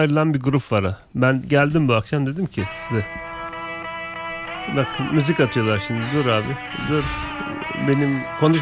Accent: Kurtalan, Siirt Province, Turkey; born there; Ya Hasan, ben nerede doğdum biliyor musun?

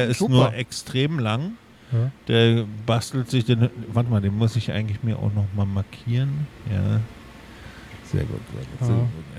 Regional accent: Bavaria, Germany; als Bayer kann ich ja mal fragen

